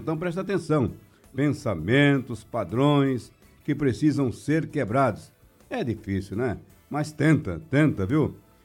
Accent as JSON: {"language": "Portuguese", "town": "Jupi", "region": "Pernambuco", "country": "Brazil", "moved": "yes", "lives_now": "Recife, Brazil", "said": "aí pertinho da gente aqui, pertinho de Garanhuns, Jupi, minha terra querida"}